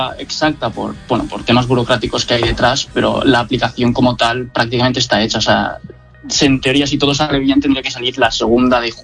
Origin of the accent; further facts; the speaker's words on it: Alcoy, Valencian Community, Spain; moved away as an adult; now in Valencia, Spain; Somos de Alcoy, pero estamos estudiando los dos en Valencia, sí.